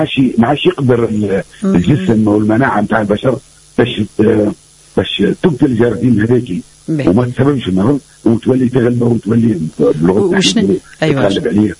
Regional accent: Tunisia; احنا عندنا في تونس

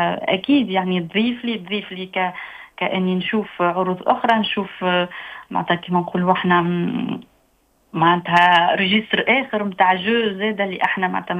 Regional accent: Tunisia; accent: Tunisian; now in France; انا راني نتكلم بالتونسي

